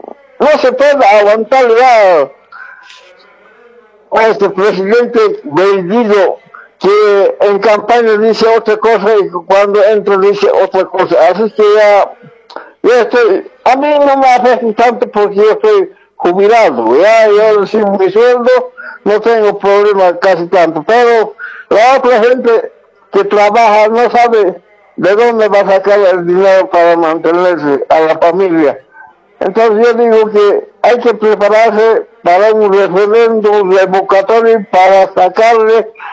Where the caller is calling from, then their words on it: Quillacollo, Cochabamba, Bolivia; de Juanapazo de Quilacolo.